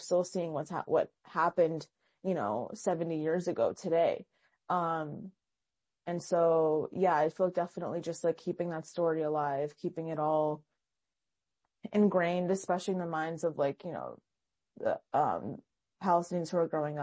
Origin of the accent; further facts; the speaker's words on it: Tennessee, United States; because I grew up in Tennessee, and I just started to realize that like my country wasn't really being talked about anywhere.